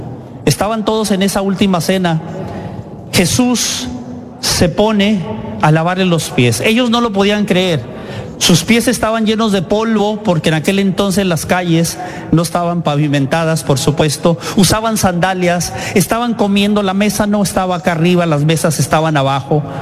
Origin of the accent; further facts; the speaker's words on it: Tijuana, Baja California, Mexico; Y yo, teniendo 7 años, a los días me fui por las calles de Tijuana boleando zapatos y llegaba a las tiendas con mis monedas para comprarme la camisa blanca y el pantalón negro